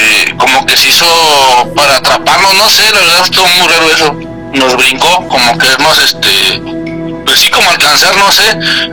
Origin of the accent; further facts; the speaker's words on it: Saltillo, Coahuila, Mexico; yo vengo yo soy de Saltillo, Coahuila. Yo viví mucho tiempo en Coahuila